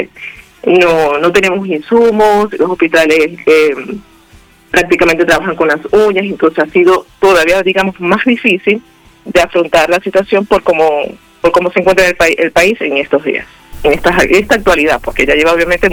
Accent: Venezuela; esto ha sido algo que nos ha afectado a todos, obviamente, como hermanos venezolanos que somos.

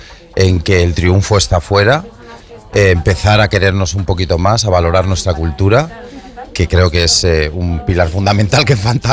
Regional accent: Milagros, Castile and León, Spain; moved away as an adult; also born or lived in Burgos / Ibiza / Mexico / Ireland; como castellano, yo he nacido en Burgos, a 300 metros de la catedral más bonita del mundo, que es la catedral que tenemos en Burgos. Me he criado en Milagros, en un pueblecito de 400 habitantes de la Ribera del Duero, y actualmente vivo en Aranda de Duero.

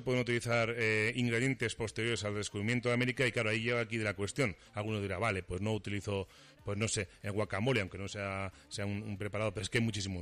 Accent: Almazán, Castile and León, Spain; Los sorianos, bueno, los españoles en general, ¿no? Ganamos en todo. Soy español, ¿a qué quieres que te gane? Pues soy de Almazán, ¿a qué quieres que te gane, no?

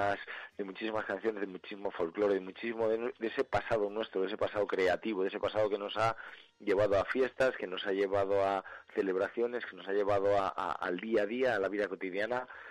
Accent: Soria, Castile and León, Spain

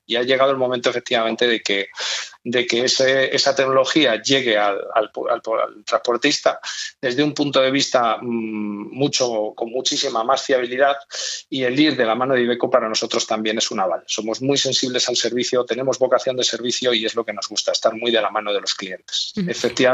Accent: Valladolid, Castile and León, Spain; como vallisoletanos, nos tenemos que sentir orgullosos.

